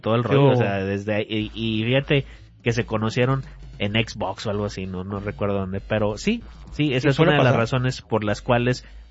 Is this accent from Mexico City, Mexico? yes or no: no; Monterrey, Nuevo León, Mexico; moved away; yo nací y crecí en Monterrey, que es una ciudad enorme